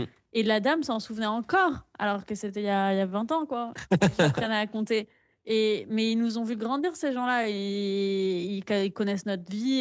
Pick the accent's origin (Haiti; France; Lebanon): France; Auvergne-Rhône-Alpes; moved away as an adult; also born or lived in Toulouse / Paris; Moi, j'ai grandi vers Lyon, dans la campagne. Après, j'ai étudié à Toulouse et j'ai été en stage à Paris.